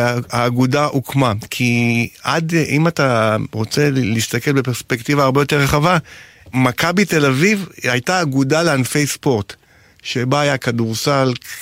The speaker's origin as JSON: {"language": "Hebrew", "town": "Bnei Brak", "region": "Tel Aviv District", "country": "Israel", "tie": "born or raised there", "said": "אני גדלתי בבני ברק, לקח אותי להפועל פתח תקווה, למועדון הכדורגל פה פתח תקווה."}